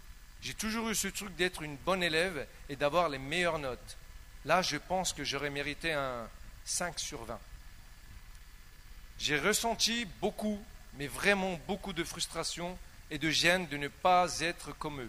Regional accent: Versailles, Île-de-France, France; also born or lived in Algiers, Algeria; now in Paris, France; J'ai passé une partie de mon enfance à Alger, puis j'ai grandi à Versailles.

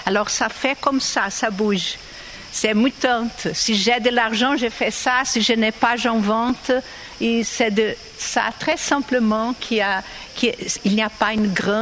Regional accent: São Paulo, Brazil; French is a second language; moved away as an adult; je suis née en 56 à São Paulo, alors j'ai grandi.

